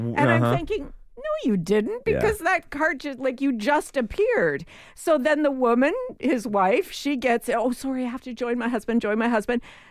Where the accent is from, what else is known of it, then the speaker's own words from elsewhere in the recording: Canada; we're so Canadian.